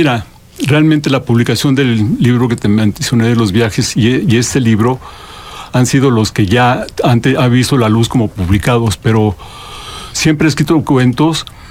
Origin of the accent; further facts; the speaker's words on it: Mexico City, Mexico; Soy de la Ciudad de México.